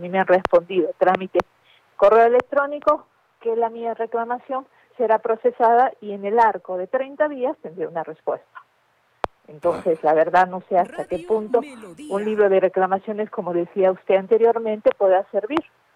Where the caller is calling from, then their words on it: Peru; Yo soy peruana